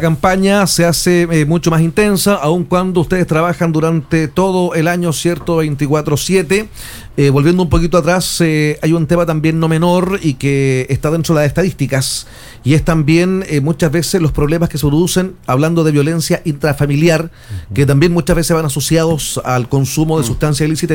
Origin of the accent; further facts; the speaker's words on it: Chile; pasemos una fiesta como corresponde, en paz, ¿cierto?, como buenos chilenos